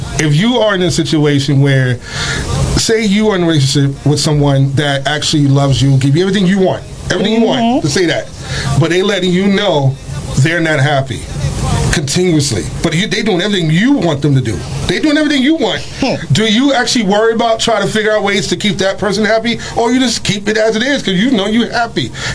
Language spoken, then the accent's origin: English; Harlem, New York, United States; now in Bronx, United States; I might be in the Bronx right now, but I'm from Harlem.